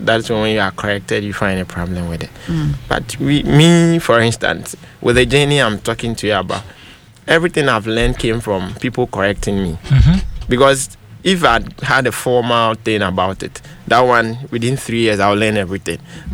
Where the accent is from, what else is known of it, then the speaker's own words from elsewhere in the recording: Abetifi, Eastern Region, Ghana; I'm a cool boy. I'm from Abitifi.